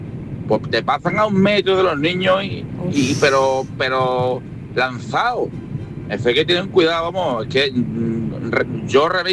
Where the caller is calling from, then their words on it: San Fernando, Andalusia, Spain; yo soy de San Fernando